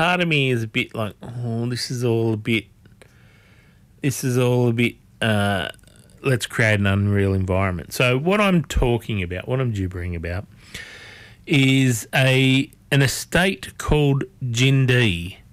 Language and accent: English; Australia; I don't know whether people see the stress on my face, or because I'm Australian they let me get away with it